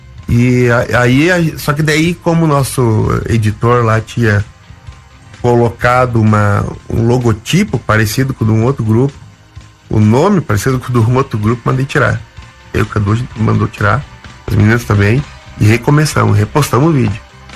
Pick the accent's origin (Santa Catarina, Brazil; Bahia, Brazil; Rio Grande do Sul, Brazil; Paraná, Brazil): Paraná, Brazil; Curitiba; Eu sou curitibano. E virei o polaco lá, nem sou polaco, mas né, virei o polaco e pronto, agora sou. Faz parte de mim agora, né, ser curitibano, né?